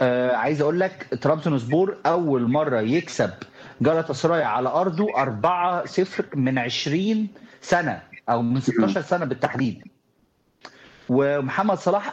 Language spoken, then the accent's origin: Arabic; Egypt; بلدنا مصر